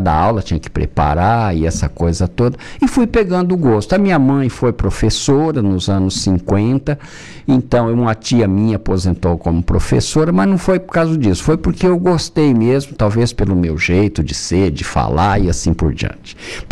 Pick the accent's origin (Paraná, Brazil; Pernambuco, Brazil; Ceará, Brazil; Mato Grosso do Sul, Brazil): Mato Grosso do Sul, Brazil; Campo Grande; eu nasci em Campo Grande, né? No Mato Grosso do Sul